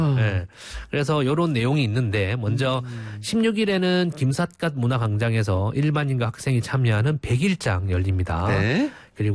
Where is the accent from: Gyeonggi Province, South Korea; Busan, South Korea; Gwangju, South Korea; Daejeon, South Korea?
Busan, South Korea; 제가 또 이제 원래 집이 부산이지 않습니까?